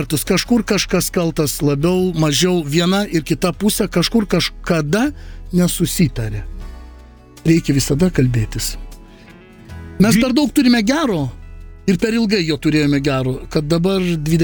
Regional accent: Vilnius, Vilnius County, Lithuania; aš neturėjau priešiškumo, kad aš lenkas. Mūsų pasiolkė Lazdinėliuose mes kalbėdavom trim kalbom.

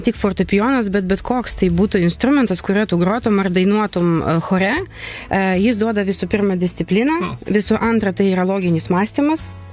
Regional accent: Šalčininkai, Vilnius County, Lithuania; moved away as an adult; Taip, aš pati esu kilusi iš Šalčininkų ir baigiau ten vidurinę mokyklą, meno mokyklą.

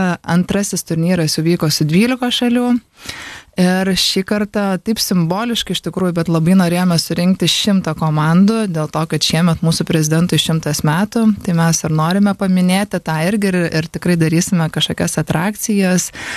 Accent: Šiauliai, Šiauliai County, Lithuania; moved away as an adult; now in Vilnius, Lithuania; aš pati esu iš Šiaulių ir vaikai mano savo krepšinio kelią pradėjo Šiauliuose

